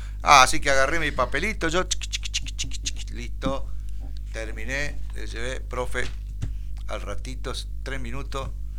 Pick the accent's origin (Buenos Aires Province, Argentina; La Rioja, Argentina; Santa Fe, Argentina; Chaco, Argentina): Chaco, Argentina; Señores, yo soy de Chaco. Vengo todavía con la secuela.